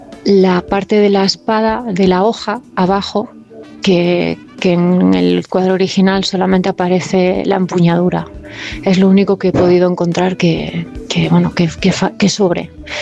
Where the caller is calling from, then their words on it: Oviedo, Asturias, Spain; Hola, buenas noches. Pues … de Oviedo.